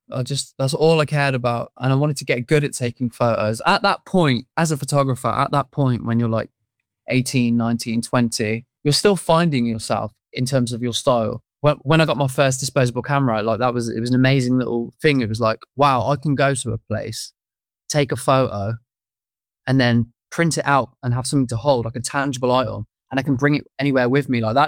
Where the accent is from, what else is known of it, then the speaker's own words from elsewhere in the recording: England, United Kingdom; growing up in England